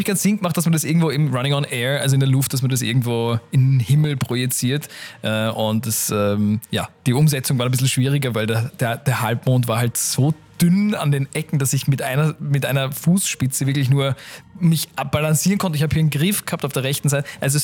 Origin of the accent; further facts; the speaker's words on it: Austria; okay, ich bin Österreicher, ich repräsentiere sehr gerne mein eigenes Land.